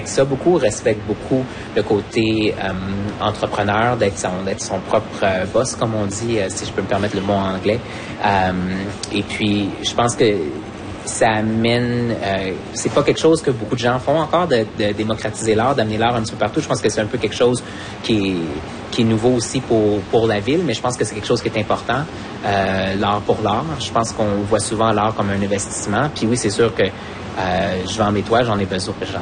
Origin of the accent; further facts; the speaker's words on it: Montreal, Quebec, Canada; Je pense que, oui, je suis né à Montréal, je suis Montréalais, puis ça affecte beaucoup qui je suis.